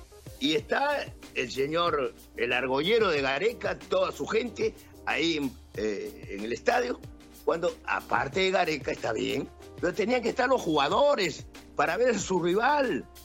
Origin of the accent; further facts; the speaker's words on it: Peru; siendo peruano